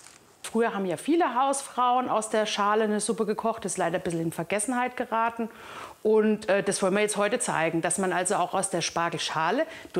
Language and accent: German; Gerolzheim, Bavaria, Germany; ich komme ja auch aus Gerolzheim